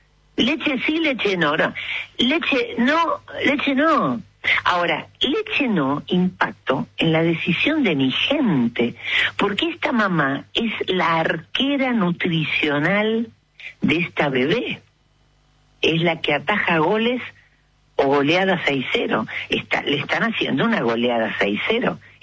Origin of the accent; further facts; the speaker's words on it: Argentina; yo hablo de Argentina porque a mí me interesa mi gente.